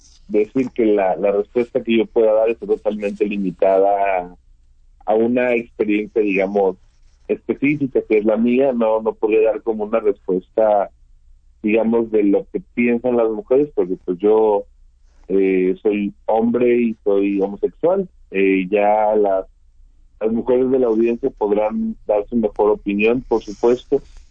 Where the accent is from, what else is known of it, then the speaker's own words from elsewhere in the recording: Zapotlán el Grande, Jalisco, Mexico; Yo soy del sur de Jalisco, nací en Zapotlán el Grande, en el 96, entonces me tocó como una etapa de transición en la que el municipio era mucho más conservador para cuestiones como la homosexualidad